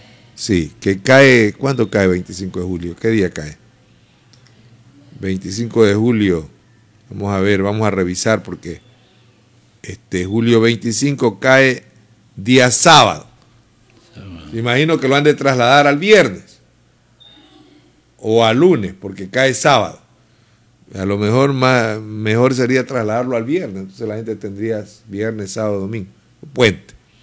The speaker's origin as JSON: {"language": "Spanish", "region": "Esmeraldas", "country": "Ecuador"}